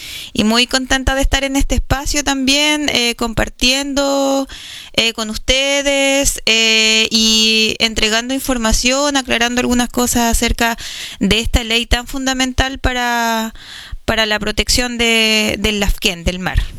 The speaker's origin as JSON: {"language": "Spanish", "region": "Los Lagos", "country": "Chile", "said": "yo soy del archipiélago de Quinchao y allá en donde vivimos, en el sector de Quinchao, Somos de la ENCPO Quinchao."}